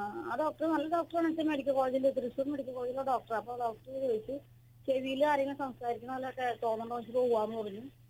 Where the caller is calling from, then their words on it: Koratty, Kerala, India; വീട് കൊരട്ടി, അതാണ് തിരുമുടിക്കുന്ന.